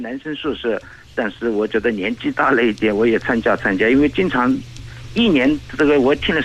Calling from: Qidong, Jiangsu, China; 我是来自江苏启东市的一位盲人听众。

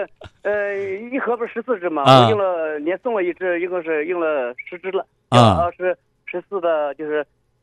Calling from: Suzhou, Jiangsu, China; 那我们是苏州的。

